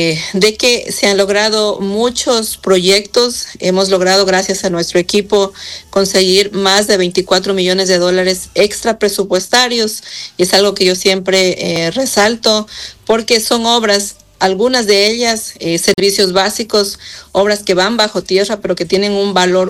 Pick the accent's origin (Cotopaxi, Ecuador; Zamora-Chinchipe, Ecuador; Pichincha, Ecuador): Zamora-Chinchipe, Ecuador; Yantzaza; soy una hija de Yantzaza. Yo he nacido aquí en esta bella tierra, he crecido